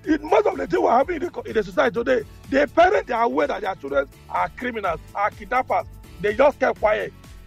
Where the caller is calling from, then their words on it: Lagos, Nigeria; I'm calling from Lagos.